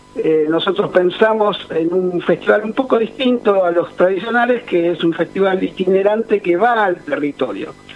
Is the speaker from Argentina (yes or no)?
yes; Mendoza, Argentina; también soy gran escritor de Mendoza.